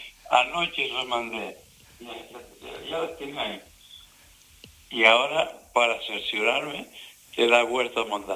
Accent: Las Palmas de Gran Canaria, Canary Islands, Spain; moved away as an adult; also born or lived in Tarfaya / London; mi época en el Risco de San Nicolás, que es donde yo nací y me crié.

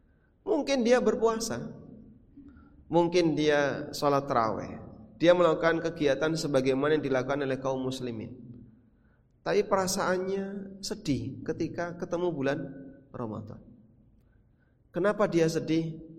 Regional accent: Lamongan, East Java, Indonesia; moved away as an adult; now in Yogyakarta, Indonesia; Saya yang aslinya dari Lamongan sampai SMA lulus

